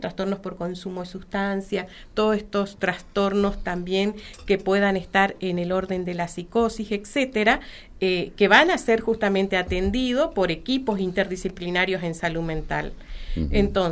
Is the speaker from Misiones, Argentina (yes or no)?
yes; Misiones, Argentina; Qué lindo decir soy de Misiones cuando uno va y asiste a los congresos